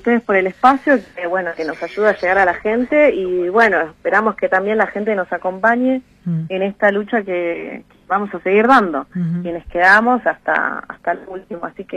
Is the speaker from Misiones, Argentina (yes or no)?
no; Bariloche, Río Negro, Argentina; yo soy de Bariloche, me fui a estudiar. En esa época no había universidades acá en Bariloche con carrera completa